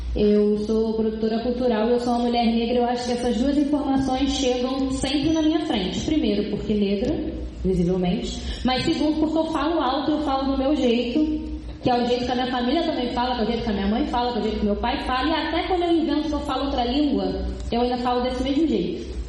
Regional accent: Rio de Janeiro, Brazil; Eu sou do Rio de Janeiro, sou de Realengo, que é na zona oeste do Rio de Janeiro.

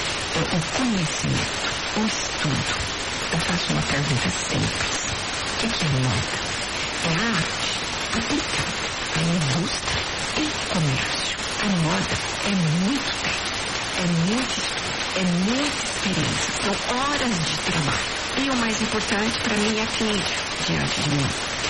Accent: Brazil; now in France; Vim do Brasil há mais de 30 anos e dizer eu quero ser um estilista é como ir para o Brasil e dizer eu quero ser um jogador de futebol.

